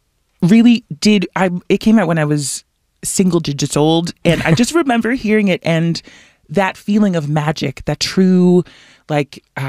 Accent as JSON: {"language": "English", "town": "Toronto", "region": "Ontario", "country": "Canada", "tie": "born or raised there", "said": "growing up in Toronto as a first generation Canadian"}